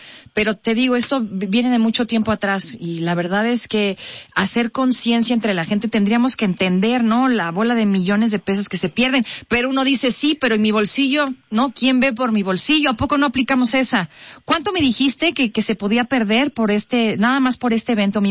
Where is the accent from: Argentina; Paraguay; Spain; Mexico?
Mexico; Ya sé que le vas a México porque somos mexicanas, ¿no?